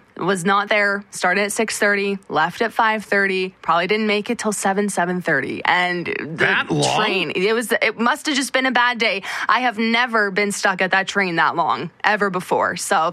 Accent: Dryden, Ontario, Canada; Well, growing up in Dryden, I'm used to the wildlife, and even I wouldn't be surprised to see a deer around town

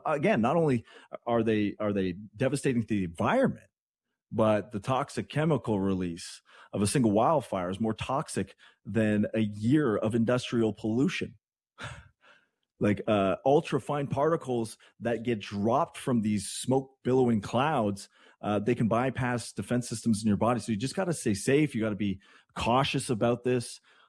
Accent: Canada; I swear to God, I'm there as a Canadian, never witnessed this before.

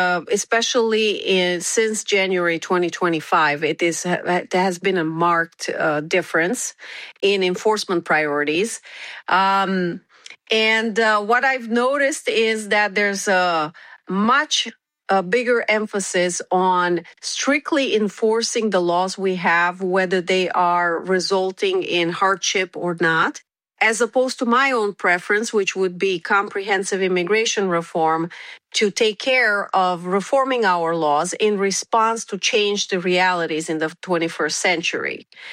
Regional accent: Romania; first language Romanian; English is a second language; now in Connecticut, United States; English and Romanian, my native language. I am originally from Romania, and I currently serve as an honorary consul of Romania to Connecticut.

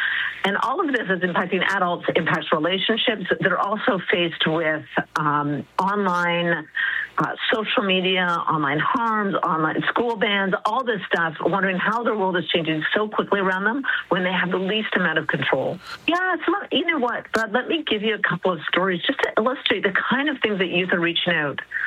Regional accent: Canada; So the complexity that we're all facing as Canadian citizens has materially changed in the last 3 years.

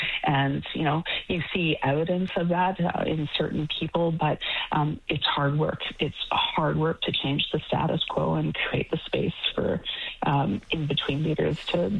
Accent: British Columbia, Canada

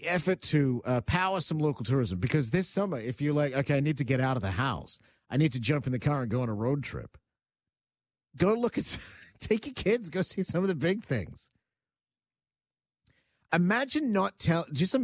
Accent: Queensland, Australia; I grew up near the Big Pineapple in Queensland, which is exactly what you th

